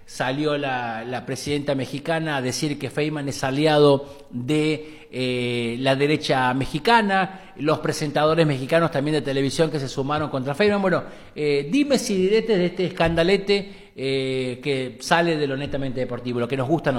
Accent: Argentina; Los argentinos somos de diferentes provincias

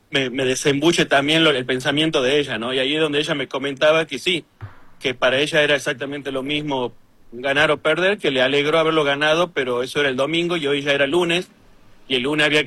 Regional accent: Argentina; sos argentino, ¿no? Sí.

